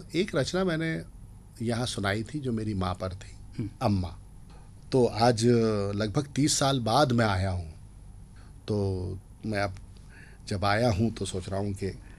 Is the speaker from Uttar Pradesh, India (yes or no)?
no; Vidisha, Madhya Pradesh, India; born or raised there; also born or lived in Bhopal